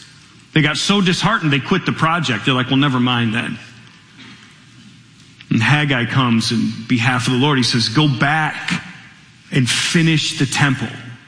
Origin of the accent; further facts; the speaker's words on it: Michigan, United States; When I was a kid, I grew up here in Michigan, for those that might be watching somewhere else.